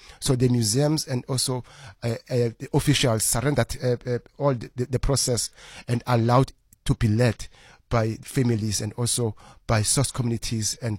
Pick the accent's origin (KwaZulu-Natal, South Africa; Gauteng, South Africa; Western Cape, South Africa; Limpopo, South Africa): Western Cape, South Africa; Cape Town; That's what makes us as South Africans and as Cape Townians.